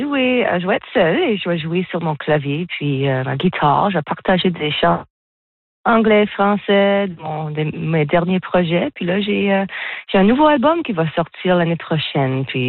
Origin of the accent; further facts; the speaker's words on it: Campbellton, New Brunswick, Canada; born there; French is a second language; now in Nova Scotia, Canada; Je suis née au nord du Nouveau-Brunswick, une petite place appelée Campbellton. Je vis à Nouvelle-Écosse maintenant, mais j'étais née dans une famille bilingue, ma mère est acadienne. Mais quand j'ai déménagé à Nouvelle-Écosse, j'ai perdu beaucoup de mon français.